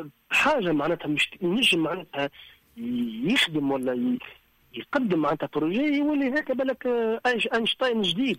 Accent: Zarzis, Medenine, Tunisia; moved away; also born or lived in New York; كي انا مشيت عندهم في تونس وكيف هم جاوا عندنا معناتها في جرجيس.

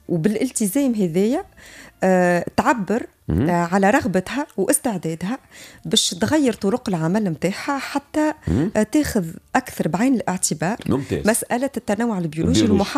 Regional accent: Tunisia

